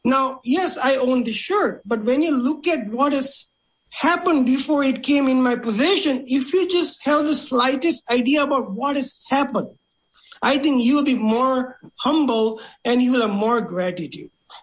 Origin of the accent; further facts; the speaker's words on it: India; when we are growing up in India, every time we did the prayers, there are two prominent prayers that we did it most of the time.